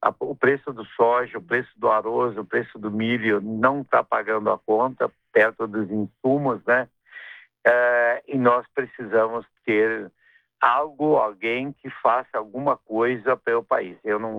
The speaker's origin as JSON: {"language": "Portuguese", "town": "Nova Bassano", "region": "Rio Grande do Sul", "country": "Brazil", "moved": "yes", "lives_now": "Canoas, Brazil", "said": "eu sou um gaúcho da Nova Bassano, que sou gaúcho que mora em Canoas, a empresa fica em Porto Alegre, da nossa matriz ainda, né? Sou brasileiro"}